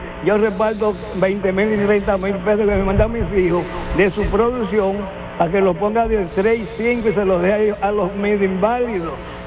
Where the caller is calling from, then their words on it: Dominican Republic; el dominicano tenemos maña